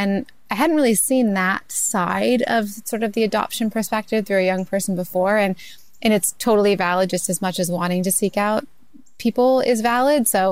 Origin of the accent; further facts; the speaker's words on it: Canada; I am just always trying to set things in Canada about Canadians because I'm Canadian and like, why not?